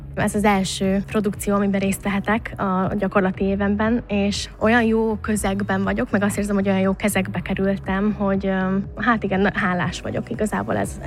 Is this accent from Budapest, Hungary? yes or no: yes; Budapest, Hungary; én pesti vagyok